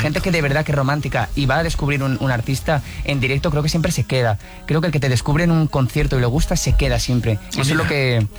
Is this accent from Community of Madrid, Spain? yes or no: no; Valencian Community, Spain